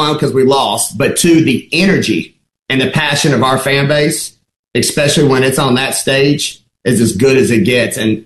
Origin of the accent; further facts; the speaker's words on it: Georgia, United States; also born or lived in Kentucky; now in Mississippi, United States; one, I'm from the South. Two, I grew up in the SEC. And three, I've been in Mississippi. And Mississippi is about people, and that's how I was raised.